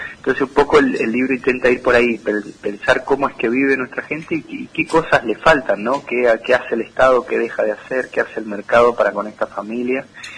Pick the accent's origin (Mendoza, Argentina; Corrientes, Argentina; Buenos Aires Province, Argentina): Mendoza, Argentina; Malargüe; moved away; yo soy malargüino, hijo de mi padre, mi abuelo, toda mi familia de Malargüe.